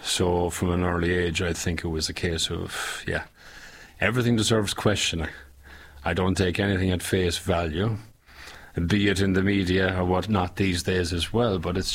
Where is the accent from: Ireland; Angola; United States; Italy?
Ireland; I grew up in Ireland. It was okay. I was born in the 70s. Let's say, grew up in the 80s. And it was in that period when the Catholic Church still had its hold on the people.